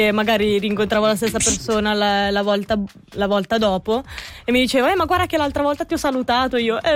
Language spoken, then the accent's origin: Italian; Brontallo, Ticino, Switzerland; Della Valle Maggia.